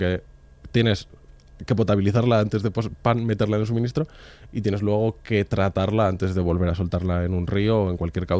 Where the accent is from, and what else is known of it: Madrid, Community of Madrid, Spain